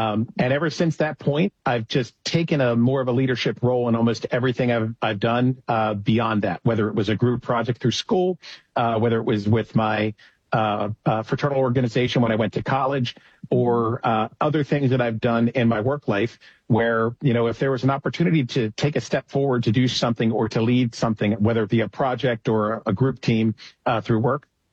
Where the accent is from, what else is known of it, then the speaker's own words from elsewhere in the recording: Wilmington, Delaware, United States; also born or lived in Pennsylvania; now in Delaware County, Pennsylvania, United States; So I grew up in Wilmington, Delaware, just over the state line of Pennsylvania. I've lived my life since in Pennsylvania in some fashion, right now in Delaware County.